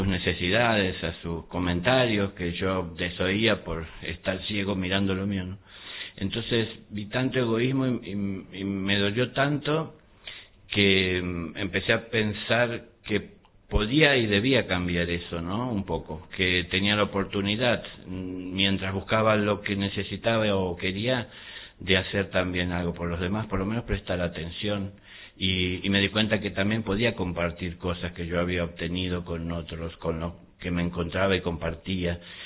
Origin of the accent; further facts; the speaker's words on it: Buenos Aires, Argentina; born there; moved away as an adult; also born or lived in Córdoba; yo nací en Buenos Aires, en Capital Federal, sí.